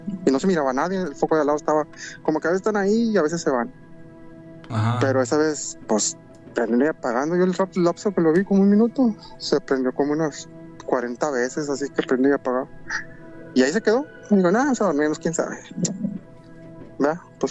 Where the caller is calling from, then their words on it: Tamaulipas, Mexico; Ok, bueno, sí … de Tamaulipas.